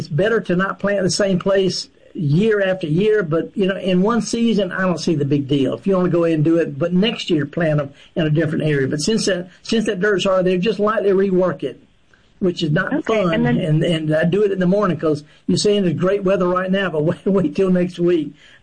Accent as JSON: {"language": "English", "region": "Mississippi", "country": "United States", "said": "Ooh, Marshall, I love the Delta. I'm from the Delta."}